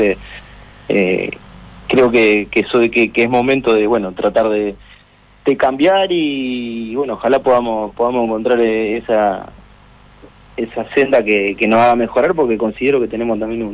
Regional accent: Mar del Plata, Buenos Aires Province, Argentina; somos del mismo medio y somos de Mar del Plata

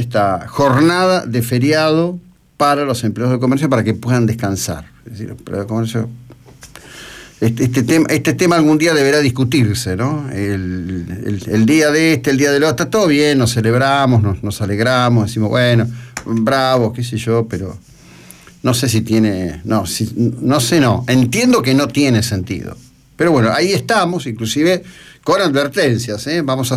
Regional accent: Argentina; somos argentinos

